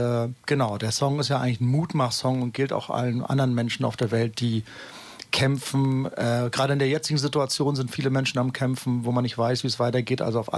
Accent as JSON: {"language": "German", "town": "Wismar", "region": "Mecklenburg-Vorpommern", "country": "Germany", "moved": "as an adult", "lives_now": "Lübeck, Germany", "said": "ich komme ursprünglich aus Wismar an der Ostsee und das ist ja auch so eine Hansestadt. Und ich kam hierher"}